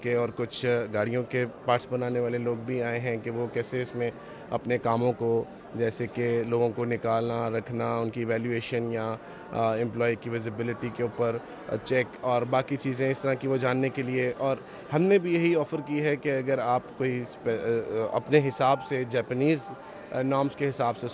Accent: Lahore, Punjab, Pakistan; ہم لاہور سے آئے ہیں.

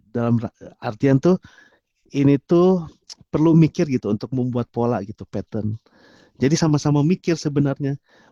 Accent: Bandung, West Java, Indonesia; now in Yogyakarta, Indonesia; saya lahir di Bandung. Kebetulan asli orang Bandung, tapi sekarang tinggal di Yogyakarta.

